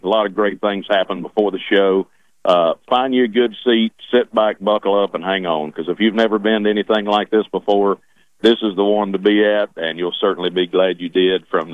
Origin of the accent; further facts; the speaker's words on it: North Carolina, United States; now in Belmont, United States; getting to be in my home state, I've got to travel a lot of places and work a lot of cool rodeos, but those North Carolina rodeo fans